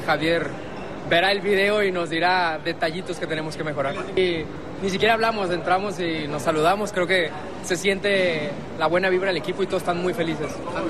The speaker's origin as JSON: {"language": "Spanish", "town": "Guadalajara", "region": "Jalisco", "country": "Mexico", "said": "el plus de que yo soy de aquí de Guadalajara, mi familia estuvo presente"}